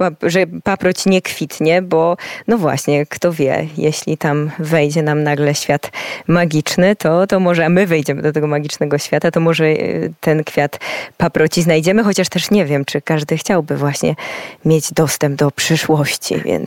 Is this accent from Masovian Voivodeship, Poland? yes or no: no; Wrocław, Lower Silesian Voivodeship, Poland; Wychowywałam się we Wrocławiu